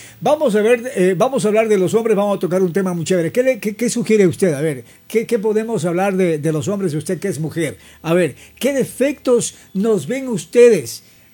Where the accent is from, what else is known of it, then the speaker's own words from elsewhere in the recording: Ecuador; nosotros, como buenos ecuatorianos